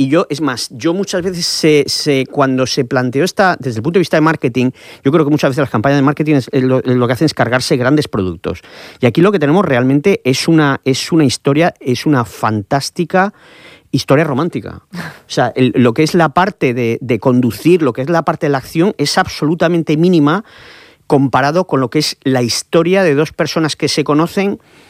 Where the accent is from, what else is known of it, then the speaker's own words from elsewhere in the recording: Region of Murcia, Spain; donde yo creo que como murcianos y sobre todo los de Cartagena, si alguno me ve por aquí, pues deberían estar muy, muy orgullosos.